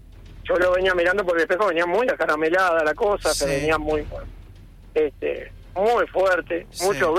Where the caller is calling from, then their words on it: Uruguay; yo soy un buen uruguayo